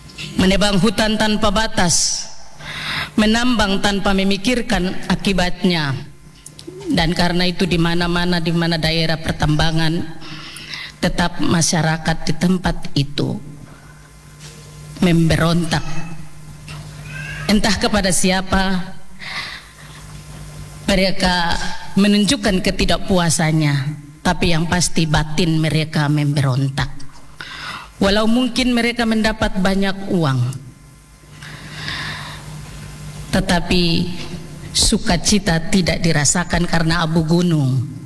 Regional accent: North Maluku, Indonesia; now in Ternate, Indonesia; Meski kita ada di kota ini, tapi rata-rata kita ini adalah pendatang dari Halmahera. Yang lain mungkin dari Sulawesi, Ambon, tetapi kebanyakan kita dari Halmahera. Jadi biar so bikin rumah di Ternate, tapi kita orang akan tetap pulang.

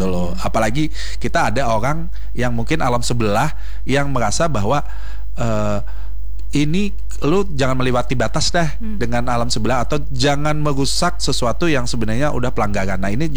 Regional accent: Banjar, South Kalimantan, Indonesia; kebetulan saya orang Kalimantan loh.

